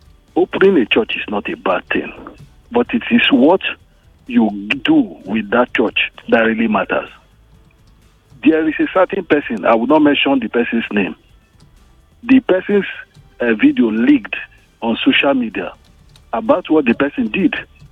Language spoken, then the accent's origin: English; Igondo, Nigeria; now in Sokoto, Nigeria; from Igondo. Right now, I'm listening from Sokoto.